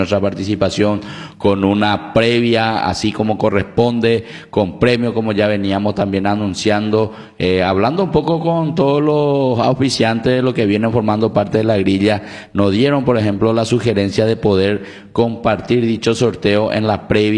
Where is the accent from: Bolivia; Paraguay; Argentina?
Paraguay; como paraguayo, como nuestra raza